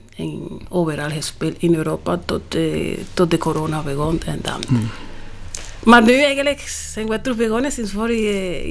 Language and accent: Dutch; Santiago de Cuba, Cuba; Dutch is a second language; now in Belgium; Ja, ik ben in Santiago de Cuba geboren en getogen.